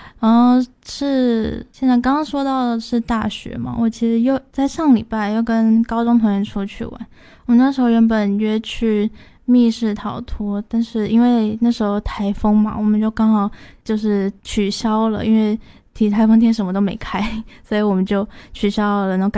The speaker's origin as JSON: {"language": "Chinese", "region": "Taoyuan", "country": "Taiwan", "said": "因为我是桃园人"}